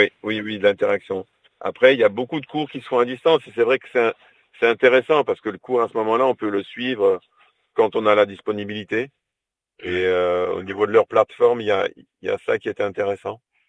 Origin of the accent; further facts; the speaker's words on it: Montpellier, Occitanie, France; Parce que nous, au niveau des paroisses, même qu'on est de Montpellier, les gens ne savent pas forcément qu'ils existent, quoi.